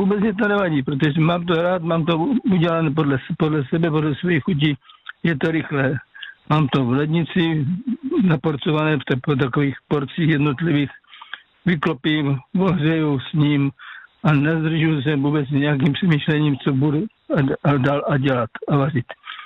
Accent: Moravian Slovakia, Czechia; já pocházím z Moravskoslovácka, tak to už víte

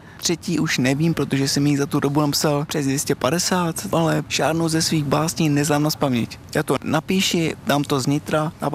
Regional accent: Brno, South Moravian Region, Czechia; now in Hrabyně, Czechia; jsem rodák z Brna.

